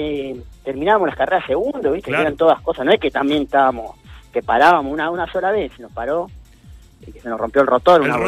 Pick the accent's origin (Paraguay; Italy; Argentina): Argentina; Somos argentinos